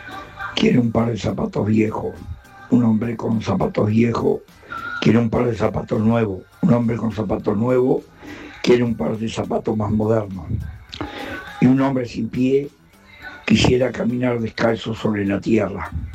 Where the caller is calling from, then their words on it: Maldonado, Uruguay; de la ciudad de Iguá, departamento Maldonado, República Oriental del Uruguay.